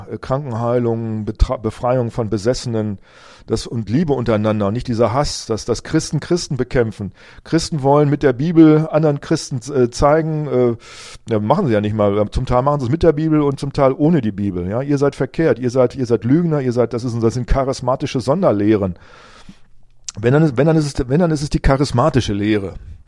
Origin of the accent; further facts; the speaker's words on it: Rinteln, Lower Saxony, Germany; ich hoffe dann auch in meiner alten Heimatgemeinde in Rinteln, dass dort die Türen aufgehen und ich reden kann und dass Leute zuhören.